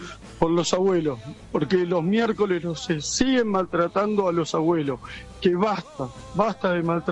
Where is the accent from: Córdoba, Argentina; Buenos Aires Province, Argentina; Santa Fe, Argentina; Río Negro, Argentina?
Buenos Aires Province, Argentina; Morón